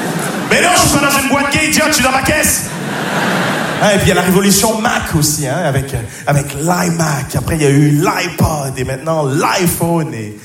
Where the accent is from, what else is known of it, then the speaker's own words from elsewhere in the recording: Nogent-sur-Marne, Île-de-France, France; J'ai grandi à Nogent-sur-Marne, je suis passionné avec les petite banlieue très bourgeoise, dans genre la Marne